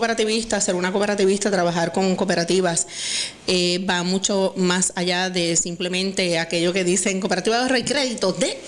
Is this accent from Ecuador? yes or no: no; Puerto Rico; nosotros tenemos como puertorriqueños y puertorriqueñas, caficultoras y caficultoras